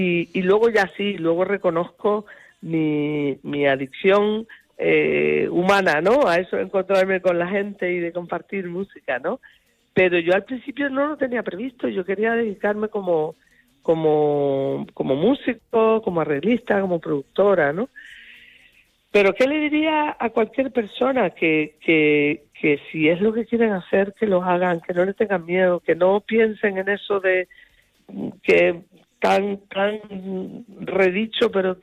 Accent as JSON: {"language": "Spanish", "region": "Canary Islands", "country": "Spain", "said": "Y mira que soy canaria, ¿eh?"}